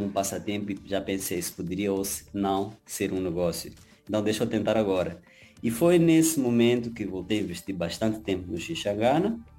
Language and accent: Portuguese; Maputo, Maputo City, Mozambique; Tenho 28 anos, nasci em Maputo, mesmo na cidade, a capital, que é Moçambique. Cresci por cá, mas não aprendi a falar Xangana, que é a nossa língua local, tradicional.